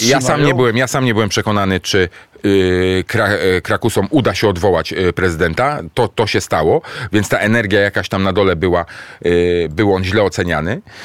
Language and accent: Polish; Warsaw, Masovian Voivodeship, Poland; Nie, ja jestem z Warszawy